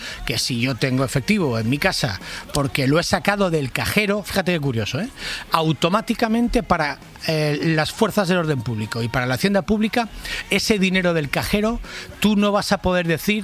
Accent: Valencia, Valencian Community, Spain; born or raised there

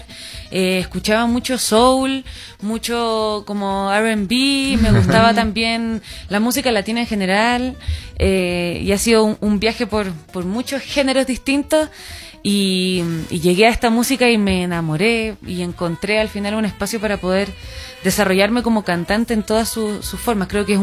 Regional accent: Punta Arenas, Magallanes and Chilean Antarctica, Chile; Yo soy de Punta Arenas, que es la Patagonia chilena, que es como lo último que hay en Chile, el sur. Y ahí se conecta mucho con el folclore de Argentina, porque estamos justo ahí, frontera.

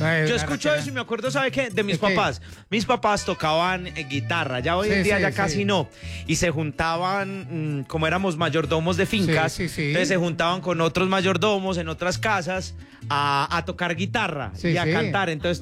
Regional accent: Antioquia, Colombia

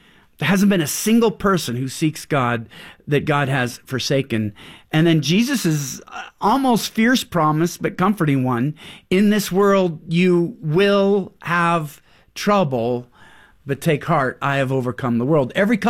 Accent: Pacific Northwest, United States

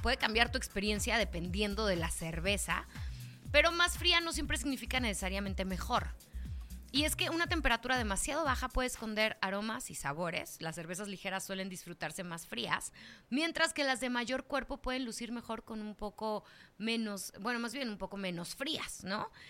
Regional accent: Mexico

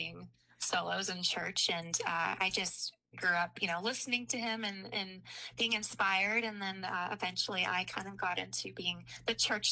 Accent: Santa Clarita, California, United States; now in Phoenix area, United States; So, I grew up in Santa Clarita Valley. It's about 30 miles northwest of L.A., raised in a Christian home.

